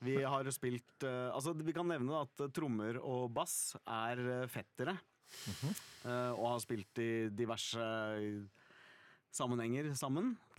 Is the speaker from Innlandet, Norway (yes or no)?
no; Oslo, Norway; Og så sier jeg alt, nei, jeg herfra, ja.